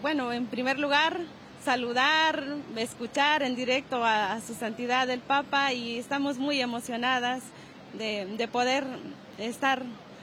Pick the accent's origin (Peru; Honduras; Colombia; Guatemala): Guatemala; now in Spain; Venimos de Valladolid ahora mismo, pero estamos en distintos lugares de España. Somos nativas de Guatemala.